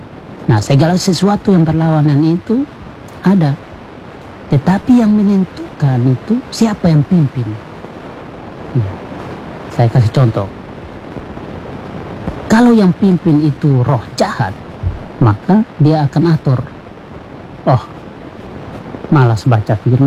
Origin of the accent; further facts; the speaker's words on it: Kupang, East Nusa Tenggara, Indonesia; kita orang Kupang bilang daun muda